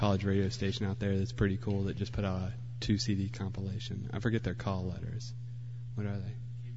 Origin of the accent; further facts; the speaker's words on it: Denver, Colorado, United States; we're from Denver.